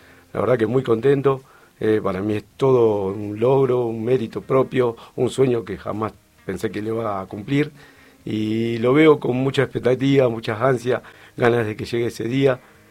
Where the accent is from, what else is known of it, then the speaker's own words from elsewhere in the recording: Rosario, Santa Fe, Argentina; moved away as an adult; now in Salta, Argentina; perdón. Soy de Rosario, oriundo de allá.